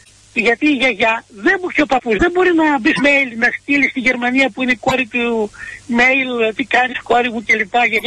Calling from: Serres, Central Macedonia, Greece; Από τη δροσερή Σέρες.

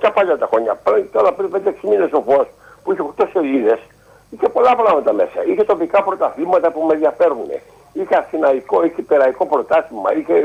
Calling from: Agioi Theodoroi, Greece; από Αγίου Θεοδόρης.

